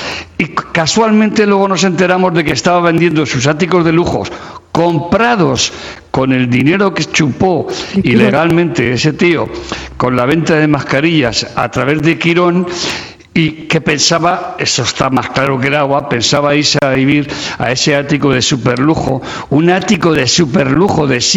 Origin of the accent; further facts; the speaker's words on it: Madrid, Community of Madrid, Spain; Que a mí me da vergüenza, siendo madrileño, que esa tía sea presidenta, hombre.